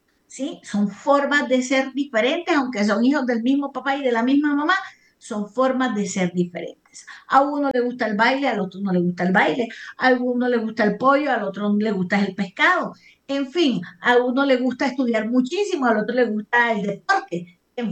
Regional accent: Colombia; nosotros los colombianos, independientes si somos costeños, cachacos, del norte

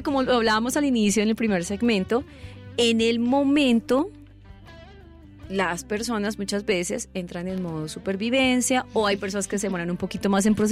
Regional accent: Colombia; así somos los colombianos.

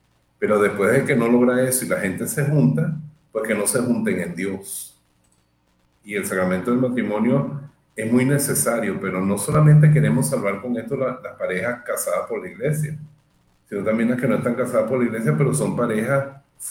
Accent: Venezuela; Aunque yo sea hijo de alemanes, yo soy criollito, criollito. Usted me abre la vena y lo que sale es caldo de caraota venezolana.

